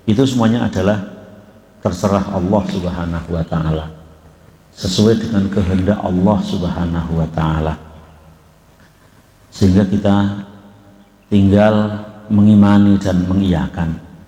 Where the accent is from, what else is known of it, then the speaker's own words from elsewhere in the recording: Temanggung, Central Java, Indonesia; Umur saya 52, berarti kalau saya sudah nalar itu sekitar 40 tahun yang lalu. Itu di kampung saya